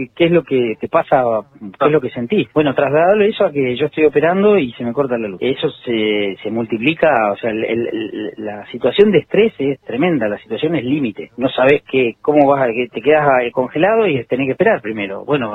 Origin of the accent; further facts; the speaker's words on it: Esquel, Chubut, Argentina; Ya todos los que somos de Esquel sabemos que el edificio del hospital no da para más